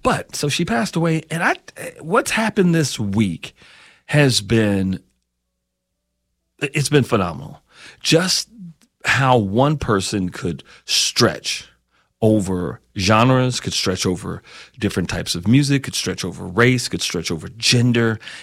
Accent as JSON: {"language": "English", "region": "Kentucky", "country": "United States", "tie": "born or raised there", "moved": "yes", "lives_now": "Greenwood, United States", "said": "growing up in Eastern Kentucky"}